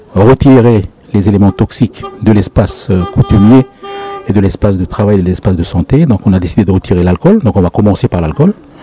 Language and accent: French; Lifou, Loyalty Islands Province, New Caledonia